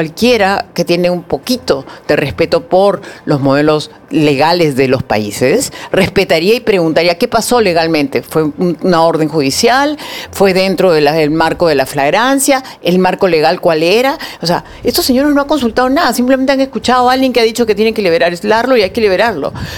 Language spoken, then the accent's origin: Spanish; Peru